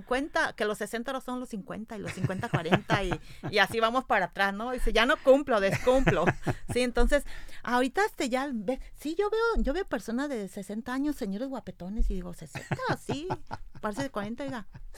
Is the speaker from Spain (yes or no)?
no; Jalisco, Mexico; now in Sonora, Mexico; Yo soy de Jalisco.